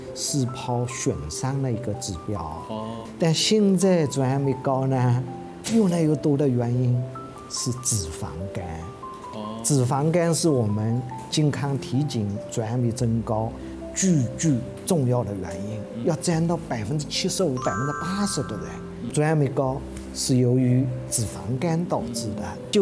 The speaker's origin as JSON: {"language": "Chinese", "region": "Shanghai", "country": "China", "said": "我们中国人、上海人"}